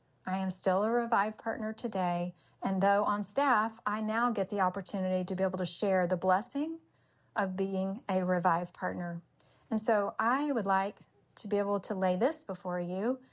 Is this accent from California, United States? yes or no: no; Texas, United States; I'm from Texas.